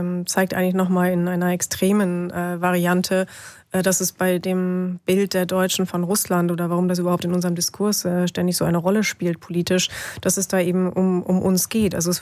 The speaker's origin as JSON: {"language": "German", "region": "West Germany", "country": "Germany", "said": "Ich komme aus Westdeutschland."}